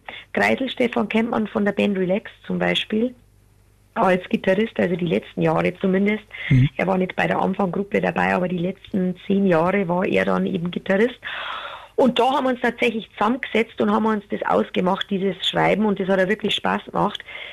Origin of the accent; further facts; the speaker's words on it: Bavaria, Germany; Ich stehe ja auch auf so feste bayerische Wendungen, auch gerne in meinen Songs. Und bei uns in Bayern gibt es ja ein paar so Anmachsprüche